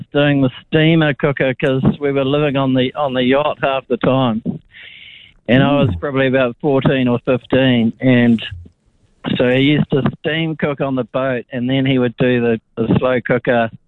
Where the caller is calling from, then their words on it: Cambridge, Waikato, New Zealand; No, I'm not from Marlborough. I'm from Cambridge.